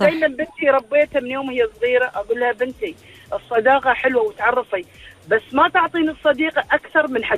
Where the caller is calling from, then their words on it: Khobar, Eastern Province, Saudi Arabia; انا من الخبر